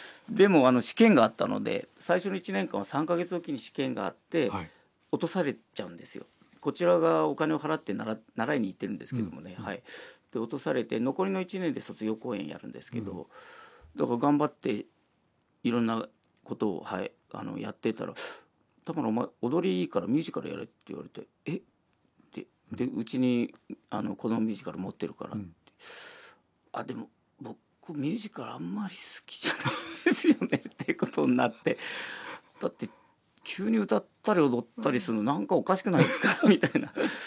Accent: Yamaguchi, Japan; moved away as an adult; now in Tokyo, Japan; それでまあ山口県出身なので

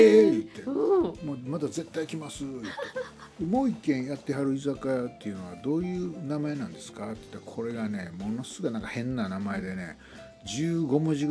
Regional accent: Kansai, Japan; みんな関西出身なんですけど

